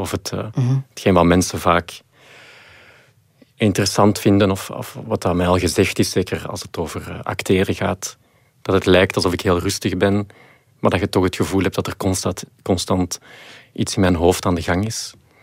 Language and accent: Dutch; Mechelen, Antwerp, Belgium; Ik ben van Mechelen en al de scouts in Mechelen... Ja, spreken elkaar ook echt aan met die totems.